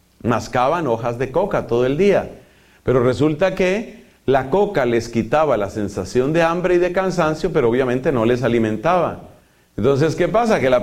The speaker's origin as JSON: {"language": "Spanish", "country": "Colombia", "said": "En mi país, para vergüenza de Colombia"}